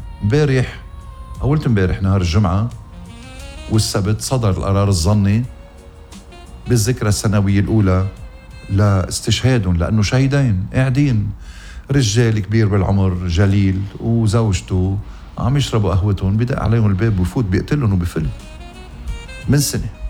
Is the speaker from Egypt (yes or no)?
no; Ghazir, Keserwan-Jbeil, Lebanon; جريمة ارتكبت بحق بريئين من بلدتي وضيعة الحلوة غزير